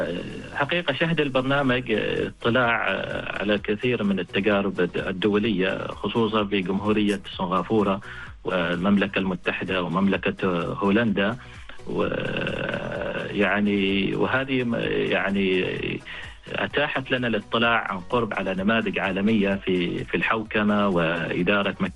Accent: Oman; في بلدنا سلطنة عمان

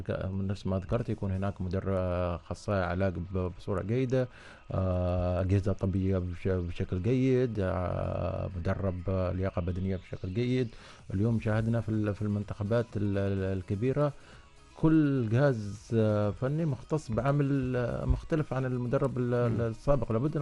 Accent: Oman; نحن كعمانيين

